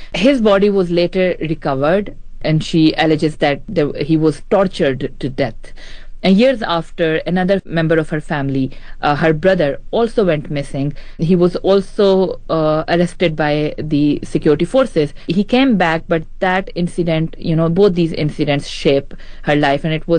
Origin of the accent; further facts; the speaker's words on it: Pakistan; I am a Pakistani national